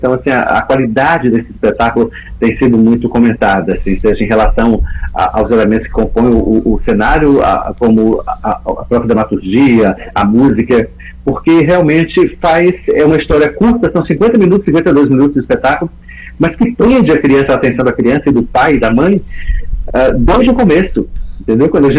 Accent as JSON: {"language": "Portuguese", "town": "Prado", "region": "Bahia", "country": "Brazil", "tie": "born or raised there", "moved": "yes", "said": "na minha infância, eu morava no interior, né, sou de Prado, extremo sul da Bahia, que era um lugar pequeno"}